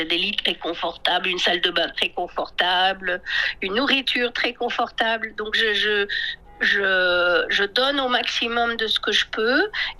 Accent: France; j'ai beaucoup voyagé au Yunnan, mais je suis française. Donc, c'est un mélange de que je suis en tant que française, en tant qu'architecte, et ce que j'ai aimé au Yunnan.

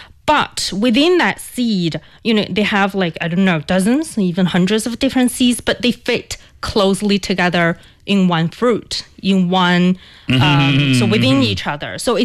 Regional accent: Inner Mongolia, China; English is a second language; But in fact, you know, growing up in Mongolia, we are also having a lot of different ethnic groups.

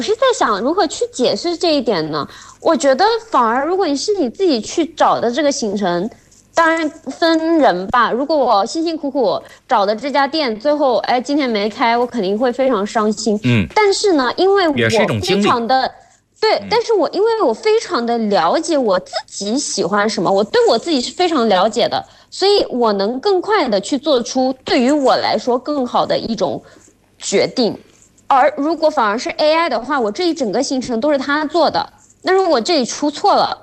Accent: Mexico

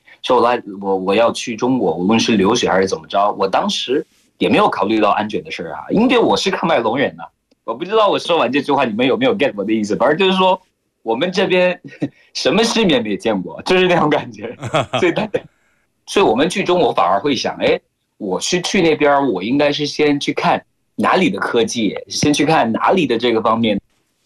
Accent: Cameroon; Chinese is a second language; now in China; 然后我每次回家可能一两三天会觉得哦，我疯狂吃喀麦隆的美食，然后我说哎

